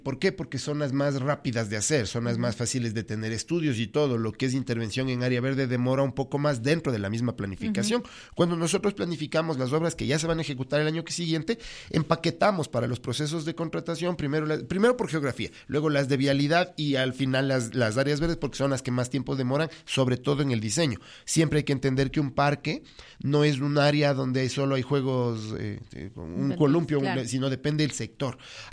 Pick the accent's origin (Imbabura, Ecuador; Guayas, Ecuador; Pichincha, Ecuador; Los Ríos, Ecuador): Pichincha, Ecuador; Quito; Bellavista de Calderón, que es de donde yo vengo, hace 6 años no teníamos casas, no teníamos vías, éramos un barrio privado. Privado de todo. No teníamos agua, no teníamos alcantarillas, de nada.